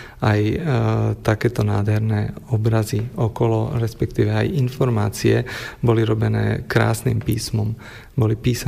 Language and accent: Slovak; Bratislava, Bratislava Region, Slovakia; tak ja som originál z Bratislavy, pochádzam z Bratislavy